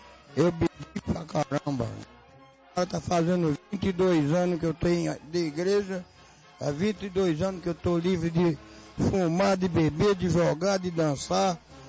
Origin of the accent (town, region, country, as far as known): Rio de Janeiro, Brazil